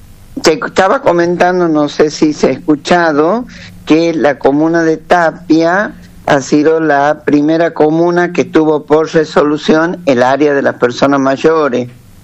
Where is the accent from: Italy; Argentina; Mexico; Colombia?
Argentina; Choromoro, Tucumán; yo también vengo de un pueblo de Choromoro